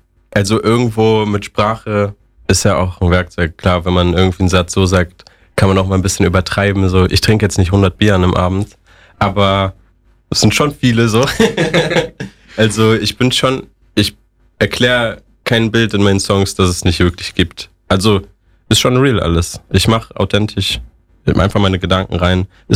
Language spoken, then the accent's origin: German; Gladbach, North Rhine-Westphalia, Germany; Ich bin einfach der Typ aus Gladbach, ich chill mein Leben so